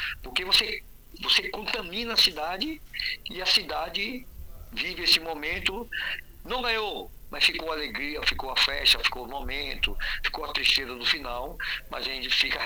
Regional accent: Brazil; todos nós somos brasileiros

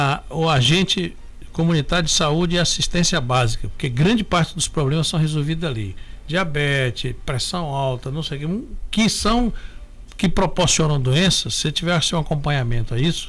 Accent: Bahia, Brazil; born there; eu sou de Taboão, né? Eu me lembro... Eu nasci aqui, né?

